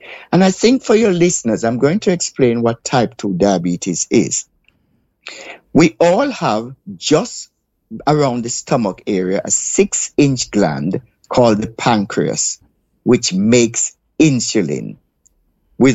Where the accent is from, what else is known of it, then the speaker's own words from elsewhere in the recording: Jamaica; Now, I grew up around Jamaica, the Caribbean Sea. I cannot swim to save my life.